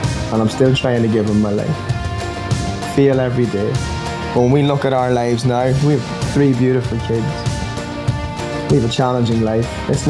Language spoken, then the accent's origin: English; Monaghan, County Monaghan, Ireland; I was in a little church in Monaghan, my hometown in Ireland.